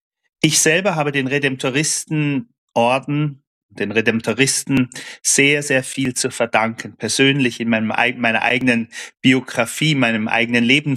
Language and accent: German; Saarbrücken, Saarland, Germany; das bei uns im Saarland etwa 20 Kilometer entfernt von meinem Heimathaus in Saarbrücken